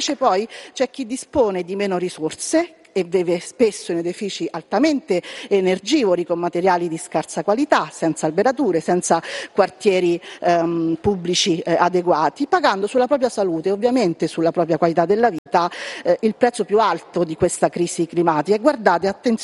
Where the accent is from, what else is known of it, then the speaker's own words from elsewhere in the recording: Lazio, Italy; anche la mia terra, la Ciociaria